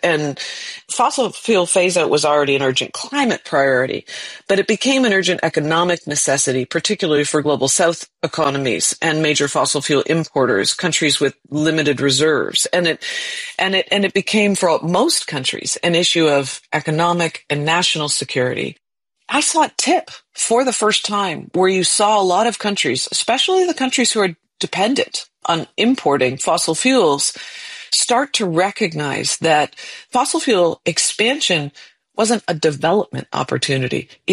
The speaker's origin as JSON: {"language": "English", "country": "Canada", "said": "As a Canadian, I didn't know really what Canada was doing there when they have they're dramatically expanding production. In fact, my country was the only country who spoke from the floor"}